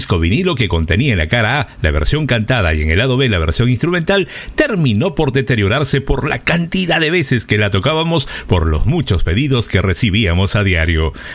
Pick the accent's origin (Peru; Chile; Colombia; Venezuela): Peru; Cerro de Pasco, Pasco; moved away as an adult; El año 85 aún me encontraba en Cerro de Pasco, mi tierra natal, trabajando en Radio Pasco, emisora local ya desaparecida